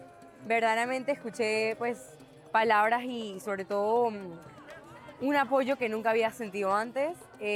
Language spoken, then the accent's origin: Spanish; Mexico; vengo de México